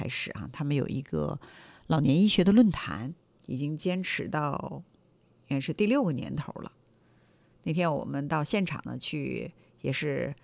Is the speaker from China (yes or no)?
yes; Dalian, Liaoning, China; 我觉得这也是我们大连人的骄傲